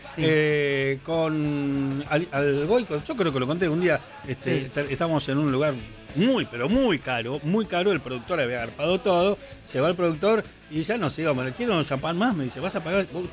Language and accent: Spanish; Argentina